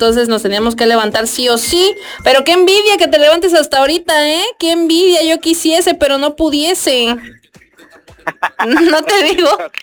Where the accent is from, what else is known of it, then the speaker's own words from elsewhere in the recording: Mexico; Somos mexicanos que nos vestimos de mexicanos